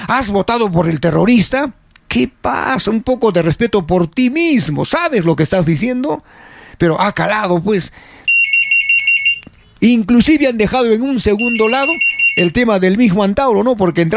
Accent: Peru

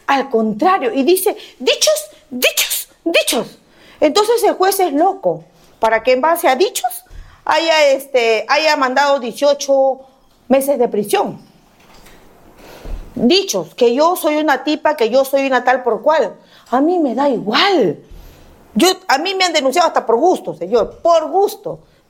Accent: Lima, Peru; Yo soy de Comas. Acá me he criado en Comas, señores.

